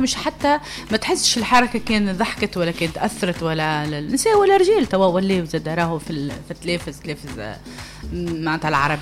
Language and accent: Arabic; Tunisia; first language Arabic; انا تونسي وانا تونسيه